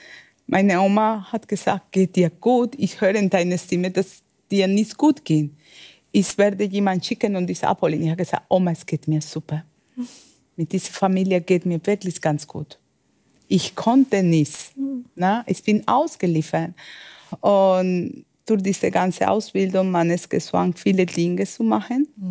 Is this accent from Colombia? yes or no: yes; Medellín, Antioquia, Colombia; German is a second language; moved away as an adult; now in Germany; Ich komme aus Medellin.